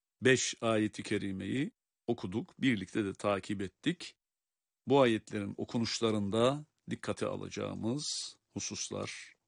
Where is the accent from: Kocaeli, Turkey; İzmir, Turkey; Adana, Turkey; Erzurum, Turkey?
Erzurum, Turkey; Benim de memleketim olan Erzurum'da